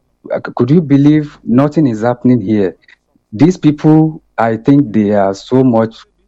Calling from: Port Elizabeth, Eastern Cape, South Africa; from South Africa.

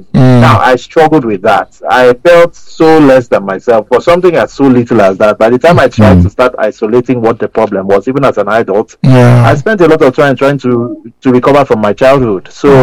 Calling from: Lagos, Nigeria; I'm calling from Victoria Island.

